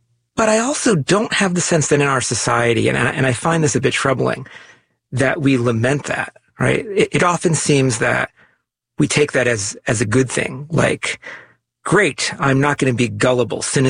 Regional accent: New York, United States; I was raised in New York, and the one thing you never want to be called there, naive.

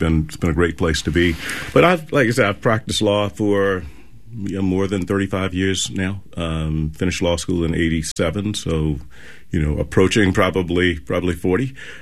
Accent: South Carolina, United States; I grew up in South Carolina.

